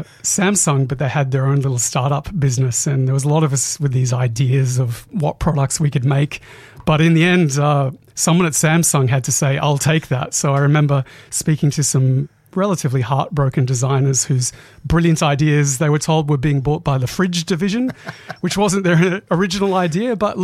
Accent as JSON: {"language": "English", "town": "Kuranda", "region": "Queensland", "country": "Australia", "tie": "born or raised there", "also_born_or_lived": "Mareeba", "said": "But honestly, I grew up mainly in North Queensland, Caranda, Mareeba, moved all around the world."}